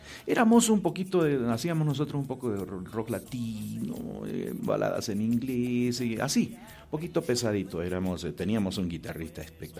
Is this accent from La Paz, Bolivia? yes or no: yes; La Paz, Bolivia; moved away; Hace 25 años viví en La Paz los últimos 10 años.